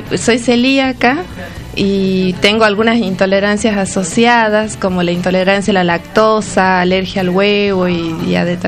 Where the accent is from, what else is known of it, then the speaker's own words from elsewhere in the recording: Salta, Argentina; moved away; also born or lived in Tucumán; soy salteña